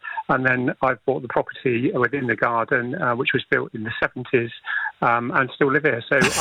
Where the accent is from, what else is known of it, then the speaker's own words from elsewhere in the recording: Appleton, South East England, United Kingdom; I was born actually in Appleton.